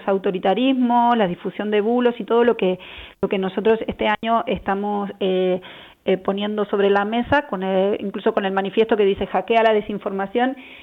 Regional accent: Argentina; now in Spain; yo soy argentina, de origen argentino

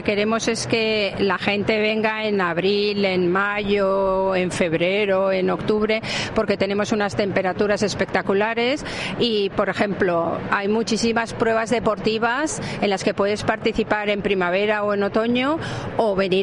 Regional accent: Ibiza, Balearic Islands, Spain; lo que somos los ibicencos.

